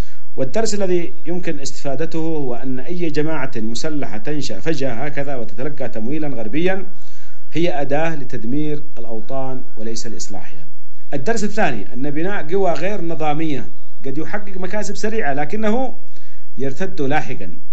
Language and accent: Arabic; Syria; هم ينشئونهم عندنا في سوريا عندنا بعيد عن أوطانهم